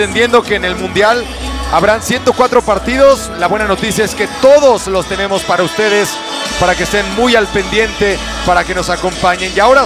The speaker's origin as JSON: {"language": "Spanish", "country": "Mexico", "said": "y mostrar lo que somos como mexicanos."}